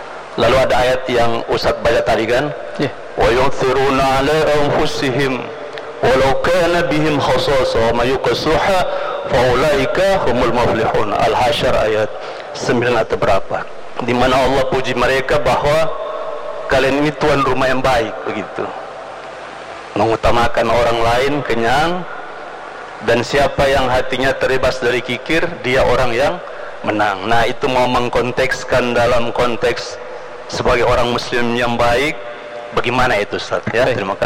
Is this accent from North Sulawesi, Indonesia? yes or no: yes; Manado, North Sulawesi, Indonesia; Saya pendatang dari Manado. Sudah 5 hari di sini